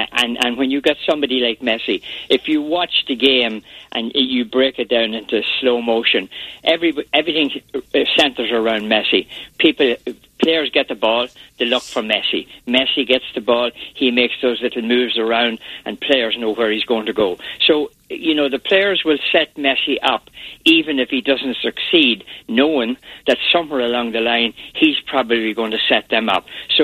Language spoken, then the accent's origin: English; Ireland; I'm Irish.